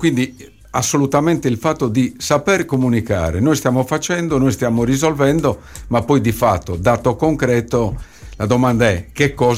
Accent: Orosei, Sardinia, Italy; Orosei, Bassa Baronia.

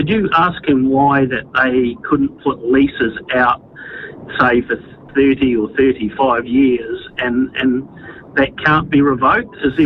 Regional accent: New Plymouth, Taranaki, New Zealand; I mean, I'm from New Plymouth originally, and you know, we survived on that Motunui and all those projects back in the day.

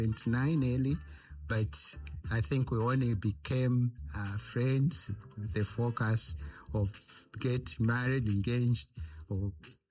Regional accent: North-Western Province, Zambia; Lunda, I'm Lunda from Northwestern. Marrying a Bemba from Northern, that's impossible.

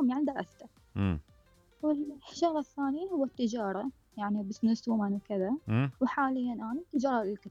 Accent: Iraq; عندنا بالعراق

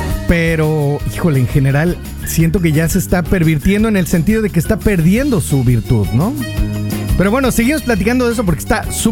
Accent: Mexico; pero en México el acento español es para los chistes. O sea, nos educaron a eso.

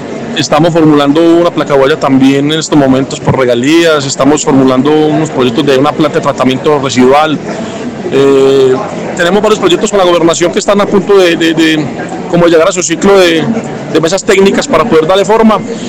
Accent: Olaya, Antioquia, Colombia; en el corregimiento Llanadas, de donde soy

